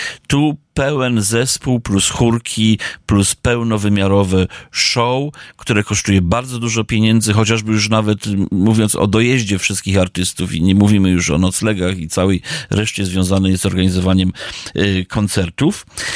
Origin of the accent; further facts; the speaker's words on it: Żory, Silesian Voivodeship, Poland; also born or lived in Rybnik; ja jestem z Żor, a z Rybnikiem mam bardzo miłe wspomnienia, bo chodziłem tam do szkoły muzycznej.